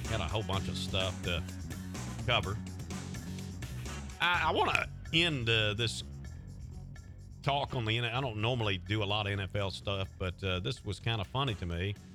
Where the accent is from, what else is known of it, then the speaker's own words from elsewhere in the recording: Tallassee, Alabama, United States; That's where I grew up on Ashurst Avenue over there